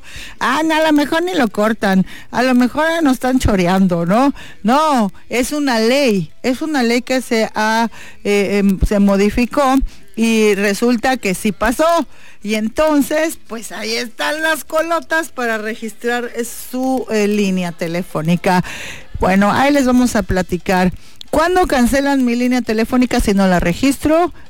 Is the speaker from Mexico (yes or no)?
yes; Mexico; soy mexicana